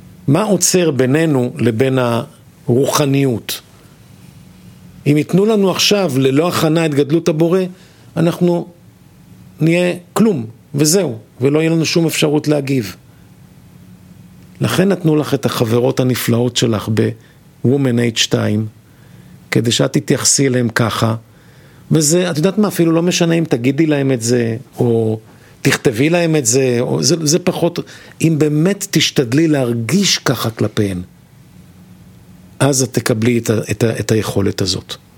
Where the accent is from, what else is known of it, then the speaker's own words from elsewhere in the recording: Kiryat Gat, Southern District, Israel; אני זוכר שהייתי ילד קטן, ממש, גדלתי בעירה קטנה בדרום, בקריית גת